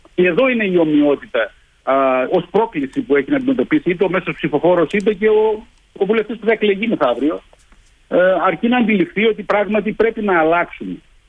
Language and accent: Greek; Veria, Central Macedonia, Greece; είμαι περήφανος για τον τόπο μου και την Βέρεια